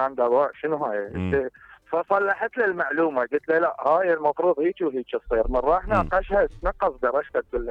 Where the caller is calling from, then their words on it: Baghdad, Baghdad Governorate, Iraq; أني من بغداد.